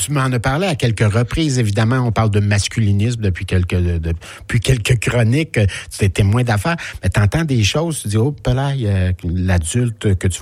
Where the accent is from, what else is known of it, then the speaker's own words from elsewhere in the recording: Drummondville, Quebec, Canada; moved away; je viens de Drummond.